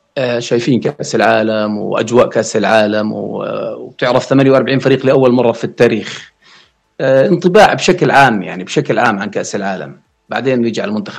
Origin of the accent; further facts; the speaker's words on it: Jordan; احنا بنعتز وبنفتخر فيه كاردنيين